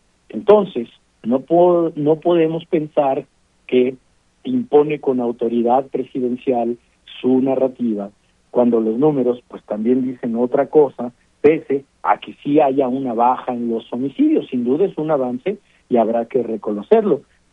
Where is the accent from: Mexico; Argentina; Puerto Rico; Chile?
Mexico